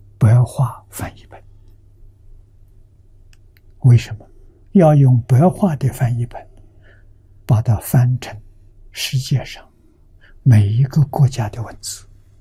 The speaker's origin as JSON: {"language": "Chinese", "country": "China", "said": "我们中国人"}